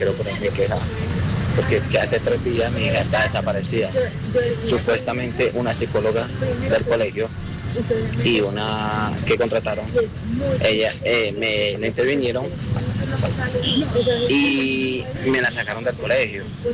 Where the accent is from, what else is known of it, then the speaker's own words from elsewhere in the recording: Venezuela; now in Colombia; estamos como venezolanos